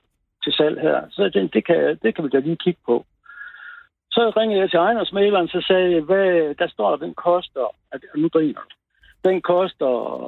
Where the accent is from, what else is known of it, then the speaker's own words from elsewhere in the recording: West Jutland, Denmark; Nu er jeg vestjyde, så jeg var rimelig... jeg blev rimelig chokeret.